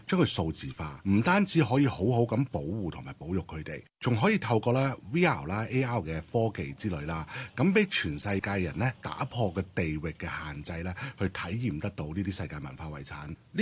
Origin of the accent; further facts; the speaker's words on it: Kaiping, Guangdong, China; 开平系我家乡。